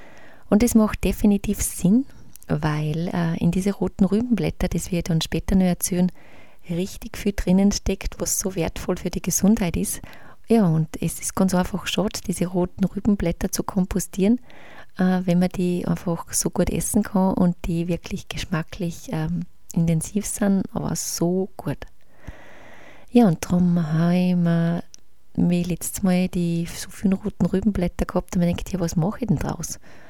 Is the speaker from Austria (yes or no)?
yes; Austria; Ich habe dann sonst, wie ich es gewohnt bin, aus Österreich einfach im Frühling gesetzt